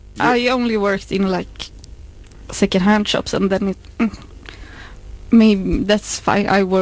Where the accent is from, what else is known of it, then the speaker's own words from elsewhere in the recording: Gothenburg, Västra Götaland, Sweden; Yeah, the Swedish expert.